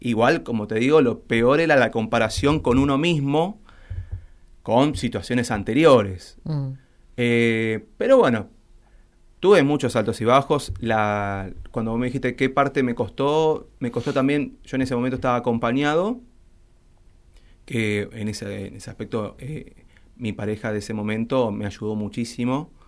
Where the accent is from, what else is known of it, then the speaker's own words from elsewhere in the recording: Argentina; estamos remando, como todo argentino en este momento.